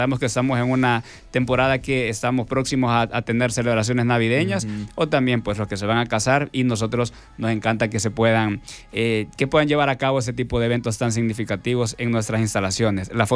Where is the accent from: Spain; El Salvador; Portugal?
El Salvador